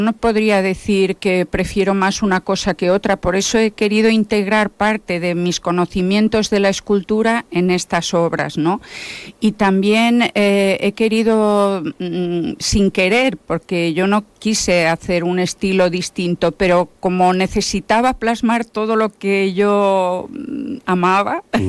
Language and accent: Spanish; Ibiza, Balearic Islands, Spain; Que bueno, está un poquito lejos para los que somos de Vila.